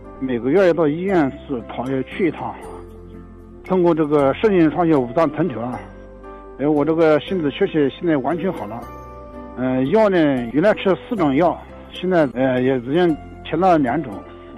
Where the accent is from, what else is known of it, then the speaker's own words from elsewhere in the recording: Nanjing, Jiangsu, China; 今年56岁